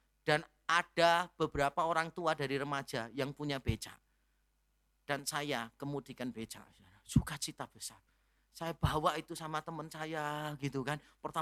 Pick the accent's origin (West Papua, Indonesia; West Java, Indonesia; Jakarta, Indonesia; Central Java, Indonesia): Central Java, Indonesia; Semarang; Kota saya Semarang soalnya.